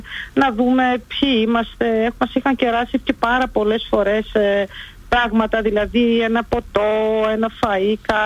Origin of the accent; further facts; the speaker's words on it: Greece; επειδή είμαι Ελληνίδα